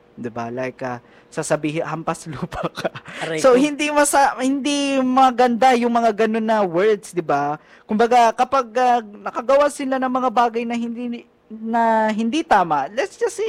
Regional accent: Ilocos Region, Philippines; Halimbawa sa amin sa Pangasinan, akala ng mga tao galit na kami.

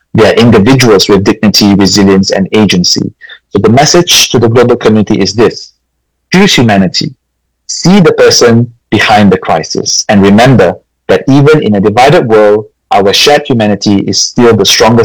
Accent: Malaysia; I'm originally from Malaysia.

